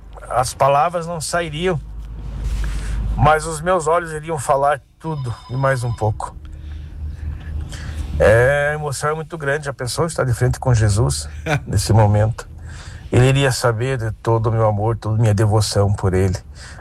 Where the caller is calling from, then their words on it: Videira, Santa Catarina, Brazil; Ligadinho aí na Catarinense, aqui em Videira.